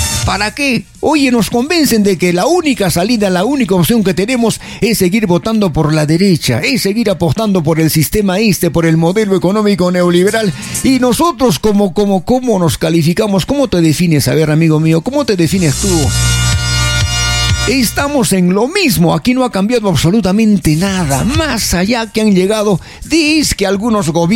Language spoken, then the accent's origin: Spanish; Peru; qué desmemoriados que somos los peruanos. Por eso somos un país de tercer mundo